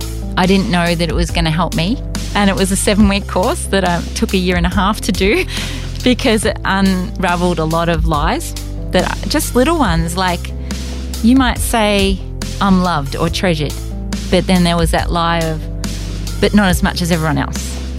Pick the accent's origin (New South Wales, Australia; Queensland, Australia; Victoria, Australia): Victoria, Australia; Chirnside Park; So I grew up in Chirnside Park. Went to the Chirnside Park Primary School, and I was even born in the Lilydale Hospital back when it was.